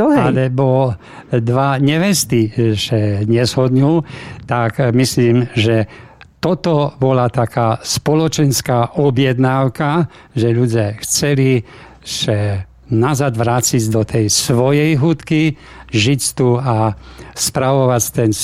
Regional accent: Prešov Region, Slovakia

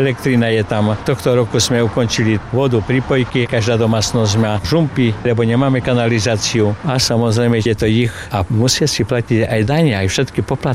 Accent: Sečovská Polianka, Prešov Region, Slovakia; now in Bačkov, Slovakia; ja nie som rodák Bačkovčan. Ja som rodák zo Sečovskej Polianky

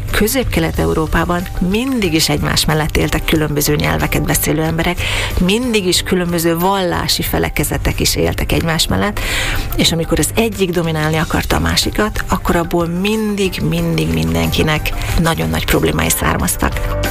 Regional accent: Komárno, Nitra Region, Slovakia; moved away as an adult; now in Vienna, Austria; Én Révkomáromból származom, a férjem is ott született, és már fiatal házasokként vándoroltunk ki kvázi Bécsben

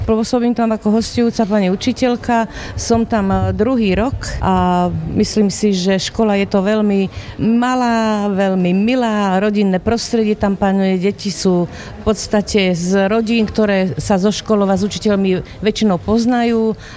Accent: Trnava, Trnava Region, Slovakia; No, pochádzam zo Slovenska, z Trnavy, ale pracujem v Jašti na základnej škole.

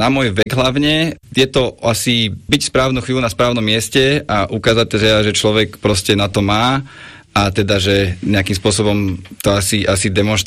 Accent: Bratislava, Bratislava Region, Slovakia; moved away as an adult; pochádzam z Bratislavy. Konkrétne teda z Lamača, kde som aj vyrastal, pri futbalovom ihrisku

